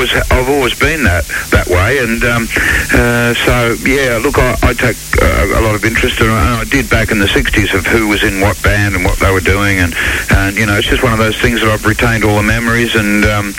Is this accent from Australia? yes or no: yes; Adelaide, South Australia, Australia; also born or lived in Scotland; I grew up in Adelaide. I came from Scotland. I was only about 5 at the time when I came out, but grew up in Adelaide